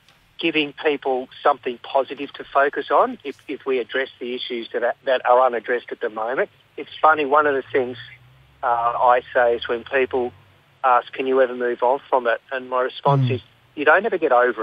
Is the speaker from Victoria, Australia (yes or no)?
yes; Shepparton, Victoria, Australia; now in Melbourne, Australia; I'm from Shepparton, originally, but I live now in Naarm in Melbourne.